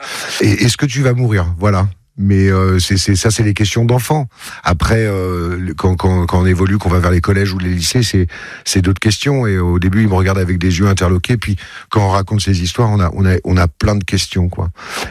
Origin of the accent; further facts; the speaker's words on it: Marseille, Provence-Alpes-Côte d'Azur, France; je suis Marseillais